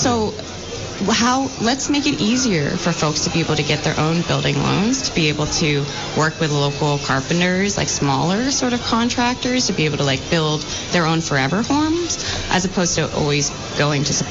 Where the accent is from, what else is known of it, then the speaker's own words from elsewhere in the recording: Vermont, United States; I think it's sort of coming from growing up in Vermont